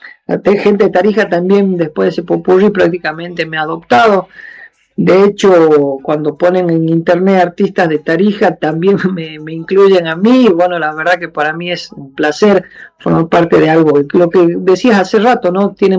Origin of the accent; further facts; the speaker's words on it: Salvador Mazza, Salta, Argentina; pasa que yo soy nacido en Salta, pero mis viejos se fueron a trabajar a Salvador Massa, frontera con Bolivia, y a mí me llevaron de un mes. Y viví hasta los 16 años en la frontera.